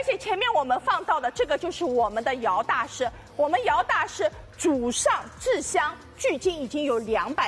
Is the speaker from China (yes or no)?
yes; Shanghai, China; 我们上海人讲的老法师